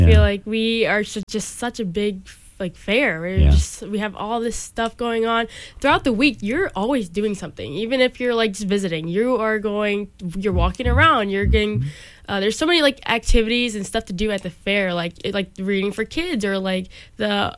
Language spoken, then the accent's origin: English; United States; I'm from Wood County.